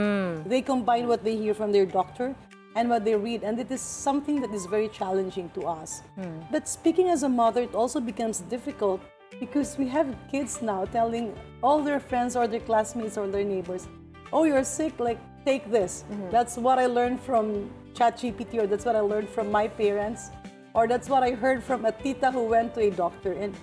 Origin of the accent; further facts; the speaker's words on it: Philippines; In the provinces, we have all the delicacies, and we have fiestas right and left. And but growing up in the province is a lot different from growing up in Manila.